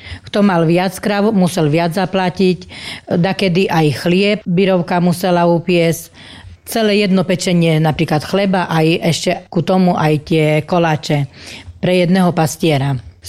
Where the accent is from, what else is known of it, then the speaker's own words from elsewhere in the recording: Zemplínska Teplica, Košice Region, Slovakia; U nás v Zemplínskej Teplici sa choval hlavne statok, kravy, voly, potom boli tu kozy, ovce, kone ešte ošípané.